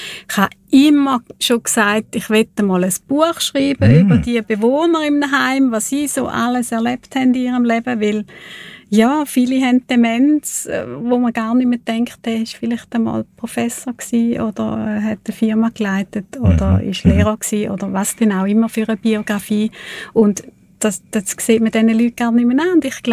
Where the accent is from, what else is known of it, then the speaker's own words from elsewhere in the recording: Thurgau, Switzerland; accent: Thurgau dialect; ich habe mal in Zürich geschafft und bin immer höher genommen worden wegen meinem Thurgauer Dialekt.